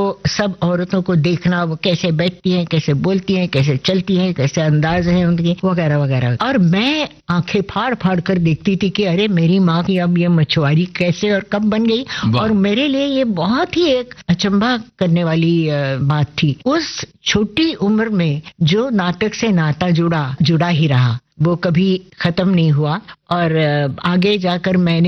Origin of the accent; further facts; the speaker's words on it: Pune, Maharashtra, India; also born or lived in Lucknow; हाँ पुणे आ गई और नाना के पास, मतलब अपने पिता के पास, मेरे नाना अप्पा नाम कहते थे, और तब से मैं उनकी छत्र छाया में पली बड़ी।